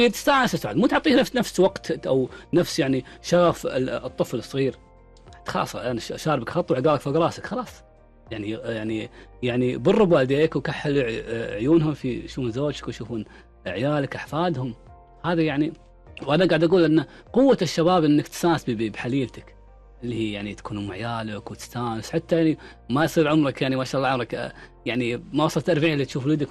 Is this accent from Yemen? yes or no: no; Kuwait; احنا عندنا الكويت